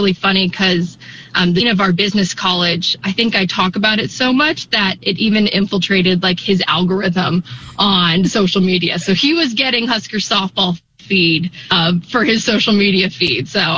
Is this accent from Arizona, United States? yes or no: yes; Tucson, Arizona, United States; I am back in my hometown in Tucson, Arizona